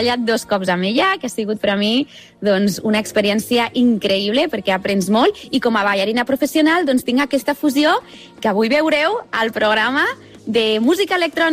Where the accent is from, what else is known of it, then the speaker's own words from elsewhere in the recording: Catalonia, Spain; born there; tinc el cor català perquè he nascut aquí